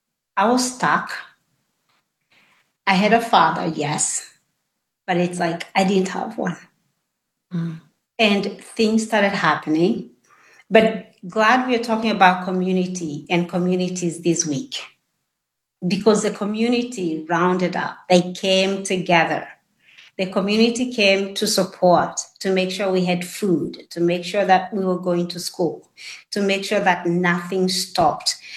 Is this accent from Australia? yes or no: no; Kenya; I'm from Kenya, and my mother was a school teacher. And I will say I was blessed to be born in that family.